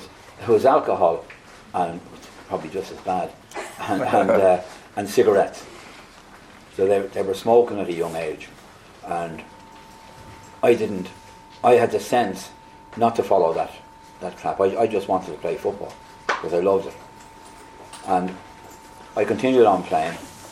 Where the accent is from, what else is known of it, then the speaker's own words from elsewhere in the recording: Dublin, Leinster, Ireland; born there; I was born in Dublin and my first club was Home Farm Academy in Whitehall, a suburb of Dublin.